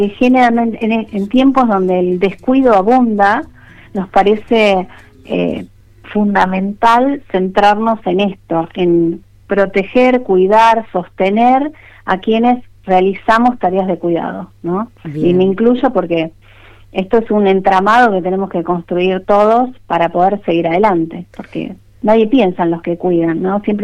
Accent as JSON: {"language": "Spanish", "town": "San Jorge", "region": "Santa Fe", "country": "Argentina", "said": "Yo soy de San Jorge, estoy a 200 kilómetros de donde están ustedes"}